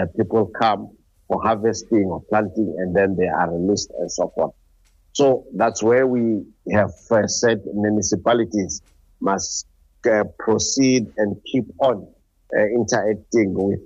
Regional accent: South Africa; as South African

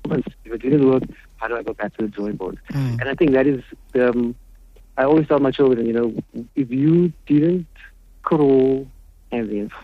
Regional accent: Athlone, Western Cape, South Africa; I'm from Athlone, from Thornton Road, went to Sunnyside Primary. So that is where I grew up. I'm 51 years old, so I understand the dynamics on that area.

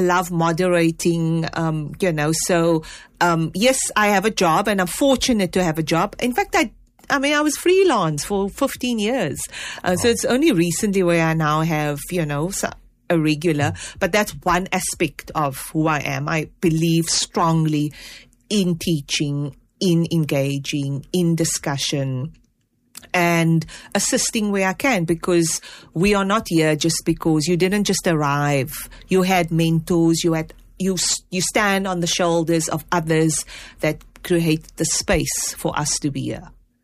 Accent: South Africa; because we are also people and we are also South African and we come from communities.

